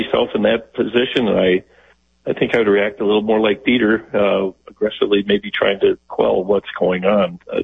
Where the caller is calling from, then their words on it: Minnesota, United States; So I'm calling from La La Land, Minnesota